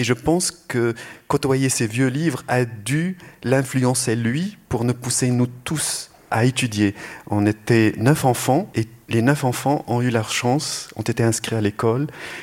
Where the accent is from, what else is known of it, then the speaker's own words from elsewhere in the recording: Rabat, Rabat-Salé-Kénitra, Morocco; born there; À l'hôpital d'Avicenne à Rabat.